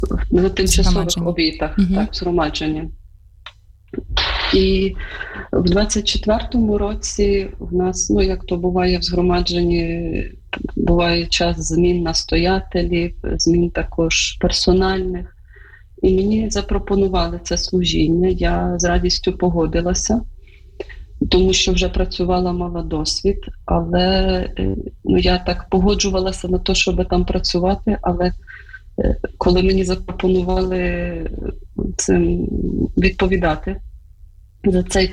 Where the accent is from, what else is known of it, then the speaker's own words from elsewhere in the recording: Zhytomyr, Zhytomyr Oblast, Ukraine; Ну, я народилася в Житомирі і виросла.